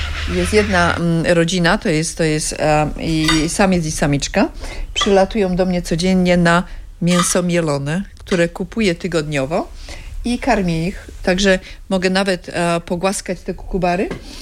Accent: Dąbrowa Górnicza, Silesian Voivodeship, Poland; moved away as an adult; now in Sydney, Australia; W Sydney, w Australii, jestem przez ostatnie 45 lat. Urodziłam się w Dąbrowie Górniczej. Tam chodziłam do szkoły. Tam zdałam maturę w Liceum Żeromskiego. No, potem po paru latach wyjechałam do Sydney.

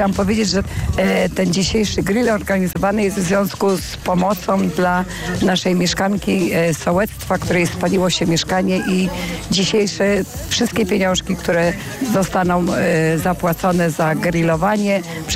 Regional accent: Międzyzdroje, West Pomeranian Voivodeship, Poland; Tak, ja jestem stąd. Jestem mieszkanką rodowitą Międzyzdrojów.

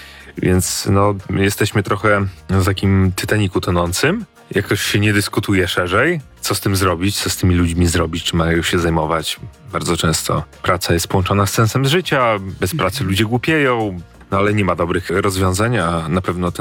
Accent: Białystok, Podlaskie Voivodeship, Poland; also born or lived in Greece; No bo tu się wychowałem. To znaczy w Grecji się urodziłem, ale w wieku 6 lat na stałe tutaj przylecieliśmy.

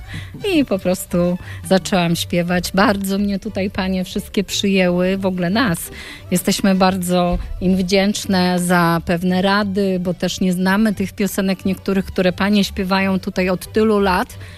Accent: Smolec, Lower Silesian Voivodeship, Poland; Dojeżdżam ponad 20 kilometrów, bo jestem ze Smolca.

